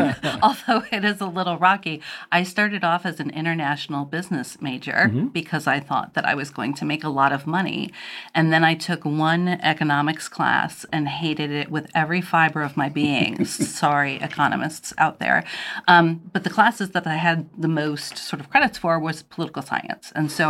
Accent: Cleveland, Ohio, United States; moved away as an adult; I actually grew up outside of Cleveland, Ohio, which is where I am now.

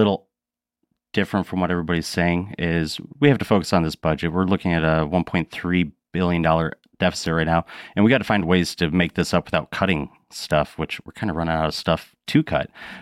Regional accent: Davenport, Iowa, United States; Born and raised in Davenport. Graduated from Davenport West, just grew up in the area, love the area, family in the area

